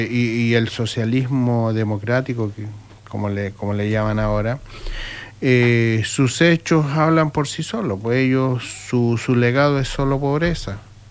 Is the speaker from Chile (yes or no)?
yes; Chile; somos los chilenos